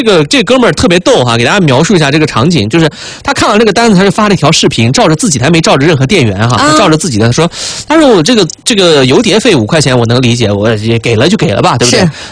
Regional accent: Xinjiang, China; moved away as an adult; now in Sichuan, China; 我自己是新疆人啊、然后我在新疆生长了18-9年，

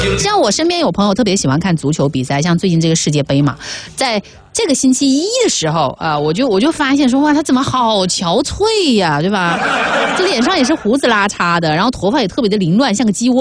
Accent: China; 我们是中国人

